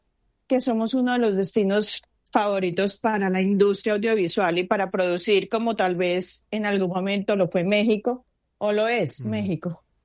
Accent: Colombia; Me siento feliz, muy feliz de estar en mi tierra

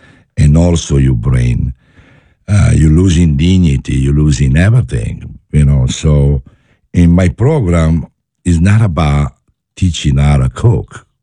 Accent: Milan, Lombardy, Italy; English is a second language; moved away; also born or lived in Naples; Yeah, born in Naples and raised in Milano.

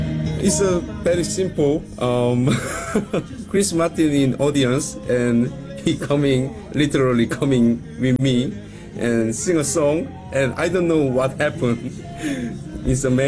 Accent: South Korea; English is a second language; now in United Kingdom; I'm from South Korea. I many time in Korea, but I want a wider city, so yeah. I came to here, UK.

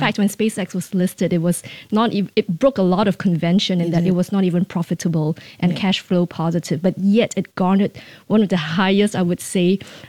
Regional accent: Singapore; as a Singaporean

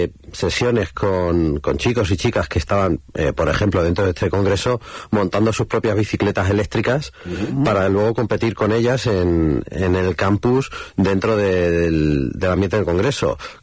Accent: Puertollano, Castilla-La Mancha, Spain; que eras de España, te felicitaban por haber ganado el Mundial de Fútbol y a continuación te decían de dónde eres y cuando decías de Puerto Llano decían, ah, es que hay mucho hidrógeno

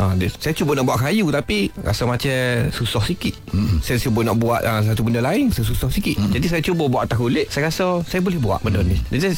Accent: Besut, Terengganu, Malaysia; moved away as an adult; now in Lundang, Malaysia; saya berasal dari Besut, tapi nikah dengan orang Lunde. Jadi selama ni dalam 5 tahun ataupun 6 tahun dah saya duduk di Lunde.

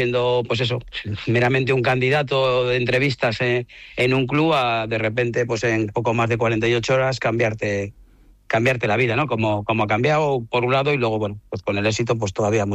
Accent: Valladolid, Castile and León, Spain; soy de Valladolid y del Valladolid, de las dos cosas, del Pucela

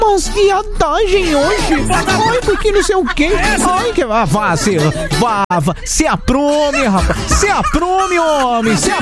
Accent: São Paulo, Brazil; Eu também sou do interior de São Paulo, velho. Eu também sou do interior de São Paulo, cara.

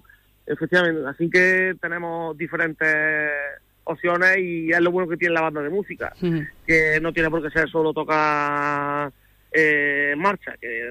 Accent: Cañete, Spain; Todos los músicos somos de Cañete, todos de Cañete.

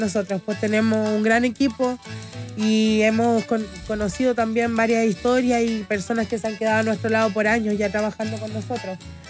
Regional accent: Pudahuel, Santiago Metropolitan Region, Chile; Nosotros somos de Pudahuel

